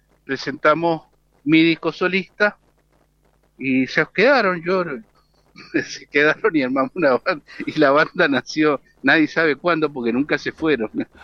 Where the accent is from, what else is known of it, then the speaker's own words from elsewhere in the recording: Argentina; nosotros argentinos